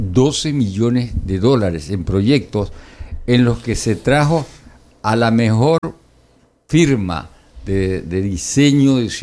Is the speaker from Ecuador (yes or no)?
yes; Quito, Pichincha, Ecuador; yo soy de Calderón.